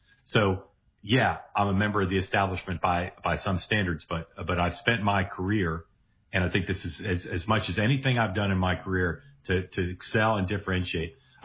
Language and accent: English; Washington, District of Columbia, United States; now in Manhattan, United States; I grew up in Washington. I've lived in Manhattan almost my entire adult life, and I went to Harvard College, Harvard University.